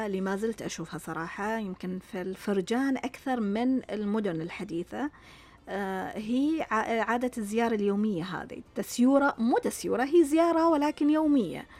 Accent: Saudi Arabia; إحنا هنا في السعودية

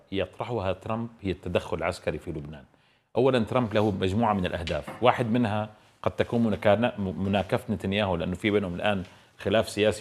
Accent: Syria; هل مهمتنا كسوريين ان نحقق مصالح العدو الاسرائيلي وهو يعتدي على سوريا ولبنان؟

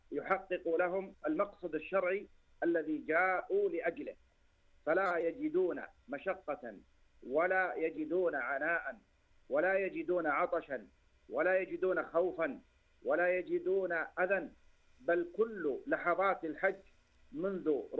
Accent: Saudi Arabia; بلادنا المملكة العربية السعودية

